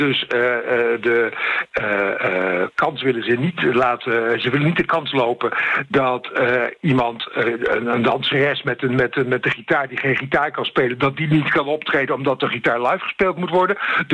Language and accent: Dutch; Netherlands; ik als Nederlander